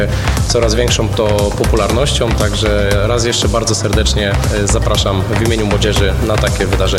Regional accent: Bydgoszcz, Kuyavian-Pomeranian Voivodeship, Poland; u nas w Bydgoszczy

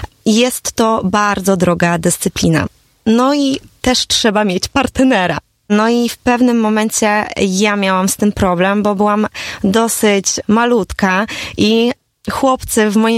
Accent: Bełchatów, Łódź Voivodeship, Poland

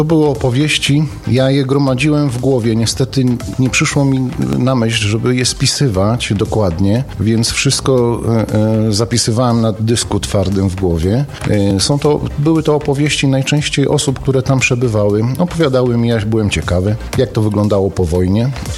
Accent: Szczecinek, West Pomeranian Voivodeship, Poland; also born or lived in Wrocław / Góry Stołowe; No jestem takim typowym pomorskim kundlem, więc urodziłem się we Wrocławiu, wychowywałem się w Szczecinku, później wyjechałem z rodzicami w Góry Stołowe.

